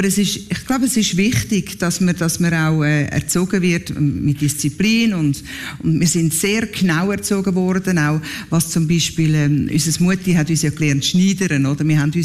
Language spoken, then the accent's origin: German; Schwyz, Switzerland; wir sind wohlbehütet in der Schweiz am Hauptplatz aufgewachsen. Es war vis-à-vis das Rathaus, wir im Patrizierhaus, gerade vis-à-vis